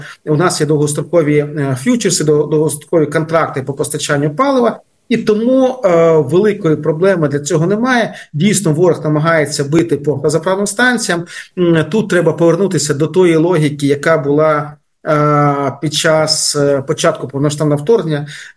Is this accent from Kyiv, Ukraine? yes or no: no; Kupiansk, Kharkiv Oblast, Ukraine; Минулої доби в моєму рідному Куп'янську ворог знищив там батьківську хату